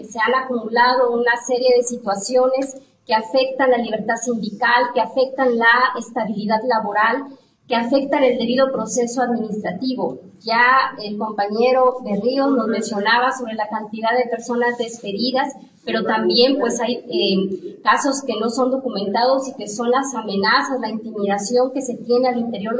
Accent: El Salvador; como sociedad salvadoreña debemos de analizar.

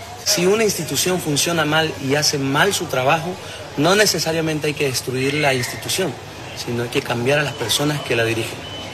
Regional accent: Bolivia; como Sobodaicom es de mi país

